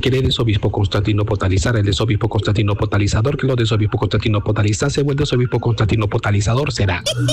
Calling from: Lima, Peru; Acá desde San Juan del Urigancho

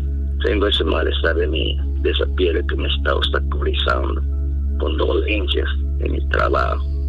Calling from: Lima, Peru; vivo de acá de Simón Bolívar, Pueblo Libre.

